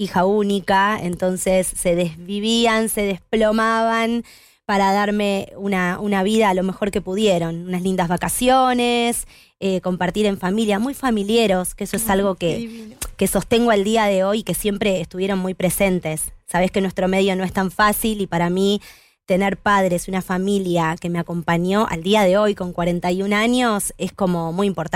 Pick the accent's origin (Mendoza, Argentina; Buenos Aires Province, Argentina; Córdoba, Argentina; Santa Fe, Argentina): Buenos Aires Province, Argentina; Lanús; also born or lived in Lomas de Zamora; En Lanús. Yo nací en Lomas, en realidad. Nací en Lomas, viví toda mi vida en Lanús con mi familia hasta mis 23 años.